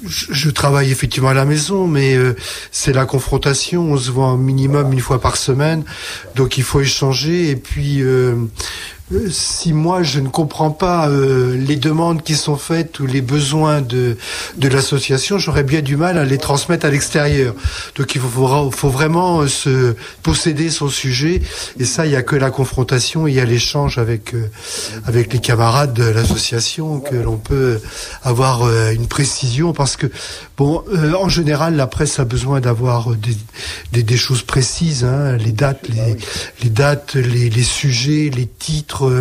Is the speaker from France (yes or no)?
yes; Centre-Val de Loire, France; moved away as an adult; now in Poitou-Charentes, France; je suis arrivé en région Poitou-Charentes, puisque je suis originaire normalement du Val-de-Loire.